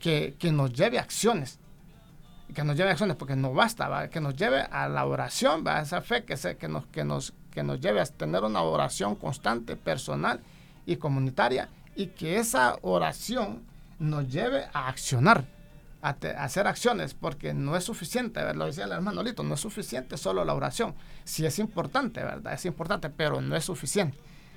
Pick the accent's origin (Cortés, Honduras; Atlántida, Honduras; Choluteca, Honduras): Choluteca, Honduras; Pespire; yo soy de Pespire, una comunidad bastante lejana, rural